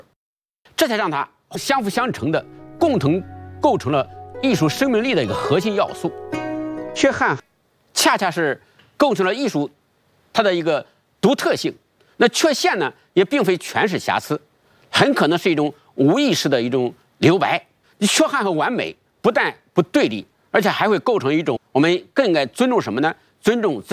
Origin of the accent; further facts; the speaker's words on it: China; 但是这一点都不耽误我们中国人对小满这个解气的独特的哲学思考。